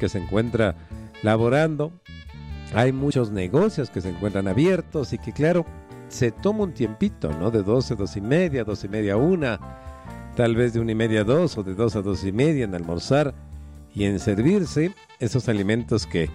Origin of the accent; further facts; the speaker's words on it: Quito, Pichincha, Ecuador; nos identifica como quiteños